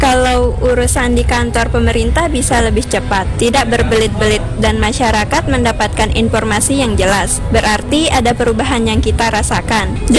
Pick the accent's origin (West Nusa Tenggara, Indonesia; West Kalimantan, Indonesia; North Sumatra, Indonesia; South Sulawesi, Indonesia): West Nusa Tenggara, Indonesia; Bagu; saya dari Bagu, Peringkarata.